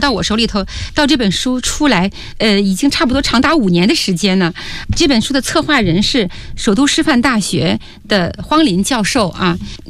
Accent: Beijing, China; 作为北京人，与北京息息相关的一个，我读了很多很多这方面的书，

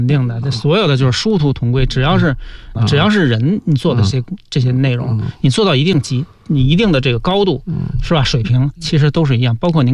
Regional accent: China

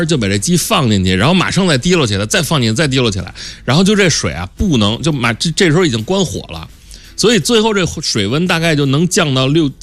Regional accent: northern China, China; 我作为一个北方人啊

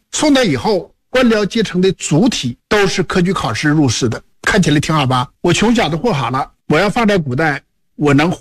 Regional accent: Northeast China, China; 但我们东北人也是中国人，不要以为东北人就不是中国人，我们都是中华民族

